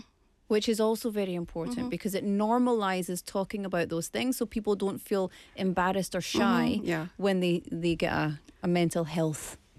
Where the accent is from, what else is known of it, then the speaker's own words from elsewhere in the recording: Scotland, United Kingdom; now in South Korea; I come from Scotland where there's support and it's discussed about way more than it is here in Korea